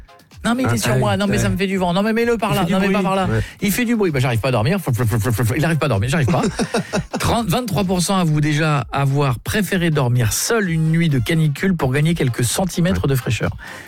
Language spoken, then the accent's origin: French; Hauts-de-France, France; now in Paris, France; Moi, des 26, hein, vous savez, moi je suis un picard.